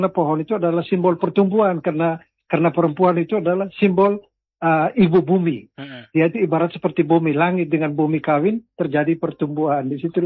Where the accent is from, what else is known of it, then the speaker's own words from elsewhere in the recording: East Nusa Tenggara, Indonesia; saya orang Lio.